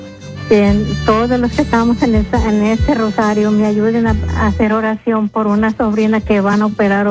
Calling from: Bakersfield, California, United States; Yo llamo de Bakersfield, California.

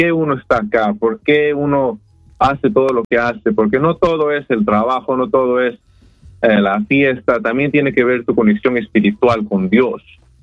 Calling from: Los Angeles, California, United States; soy aquí de Los Ángeles. Tengo 26 años

